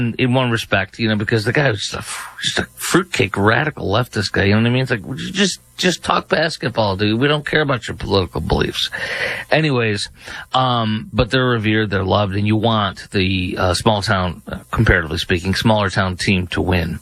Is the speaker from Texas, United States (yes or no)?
yes; Texas, United States; I'm a Texan. I live in Dallas-Fort Worth.